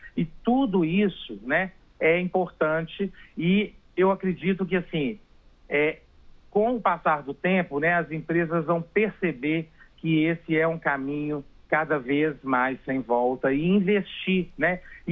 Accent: Belo Horizonte, Minas Gerais, Brazil; eu estou agora aqui em São Paulo, eu sou de Belo Horizonte, né?

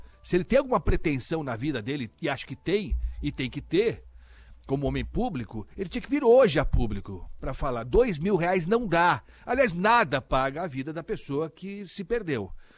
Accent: São Paulo, Brazil; Eu, como paulistano, tenho vergonha da Sabesp.

